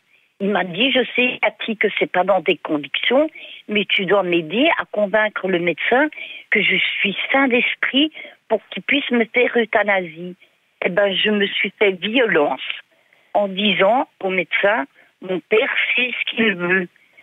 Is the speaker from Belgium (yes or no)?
yes; Belgium; Je suis belge, convertie à l'islam depuis presque 40 ans.